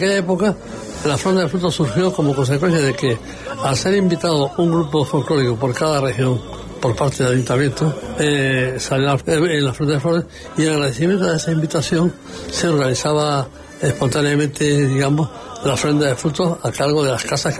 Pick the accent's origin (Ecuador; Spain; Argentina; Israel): Spain; Las Palmas de Gran Canaria, Canary Islands; moved away; also born or lived in Madrid / Zaragoza; Yo soy de Las Palmas de Gran Canaria. Pues yo el día 4 de octubre hizo 72 años que vine de Gran Canaria a Madrid al Colegio de Huérfanos de Militares.